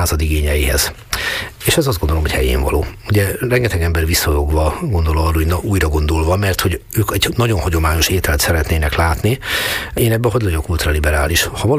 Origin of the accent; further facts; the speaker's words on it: Hungary; attól én még jó magyar vagyok.